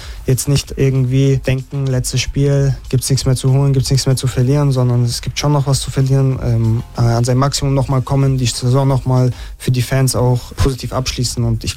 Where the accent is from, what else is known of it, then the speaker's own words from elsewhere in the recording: Augsburg, Bavaria, Germany; Ich komme ursprünglich aus Augsburg und nehme mir seit 8 Jahren jetzt, glaube ich, jeden Tag eine Stunde Fahrt auf, um hierher zu kommen.